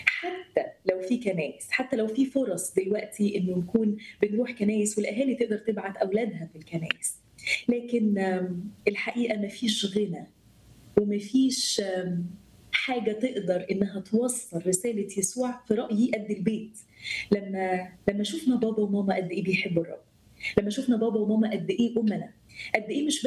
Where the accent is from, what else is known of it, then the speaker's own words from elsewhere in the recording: Saudi Arabia; born there; أنا عمري 33 سنة، متجوزة شاب جميل خالص اسمه أندرو. أنا اتولدت في السعودية.